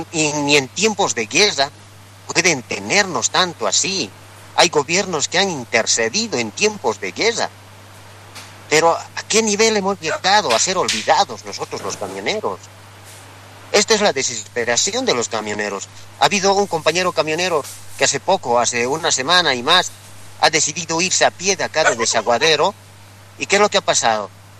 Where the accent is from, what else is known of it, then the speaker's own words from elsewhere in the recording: Bolivia; Nosotros también somos bolivianos.